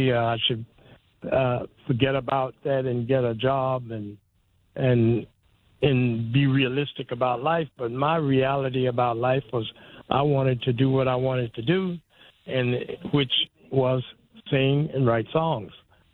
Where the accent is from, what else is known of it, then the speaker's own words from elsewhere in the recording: West Virginia, United States; until I reach West Virginia. This is my home state. I was born here, and I come here.